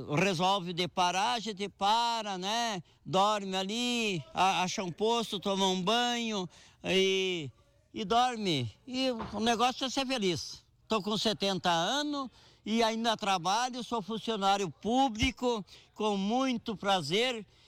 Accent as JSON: {"language": "Portuguese", "country": "Brazil", "also_born_or_lived": "Balneário Camboriú", "said": "nós como brasileiros"}